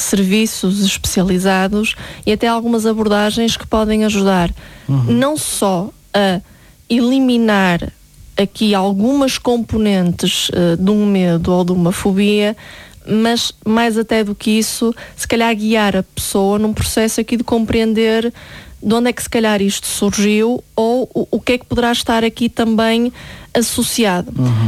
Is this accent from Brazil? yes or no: no; Norte, Portugal; que nós somos aqui do Norte, na Boa Vista